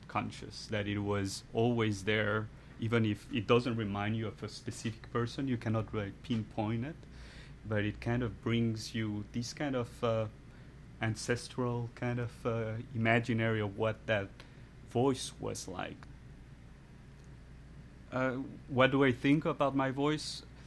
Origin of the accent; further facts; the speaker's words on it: New York, United States; born there; I'm half French, half Mexican. I was born in New York.